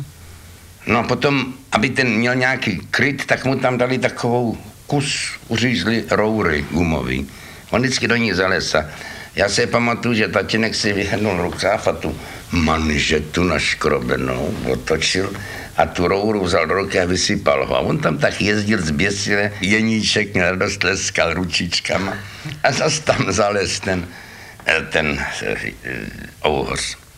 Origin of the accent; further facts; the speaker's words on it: Prague, Czechia; Já jsem z Prahy. To je tedy náramná asociace. Ty žížaly a ty seš z Prahy. Ano, já jsem z Prahy žížala teda.